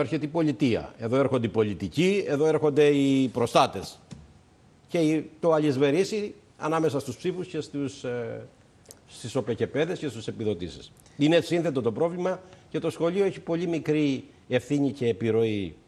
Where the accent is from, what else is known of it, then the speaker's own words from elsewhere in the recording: Crete, Greece; Η Κρήτη είναι η πατρίδα μου που την αγαπώ ιδιαίτερα. Ο τόπος που γεννήθηκα και μεγάλωσα και έζησα σχεδόν όλα μου τα χρόνια.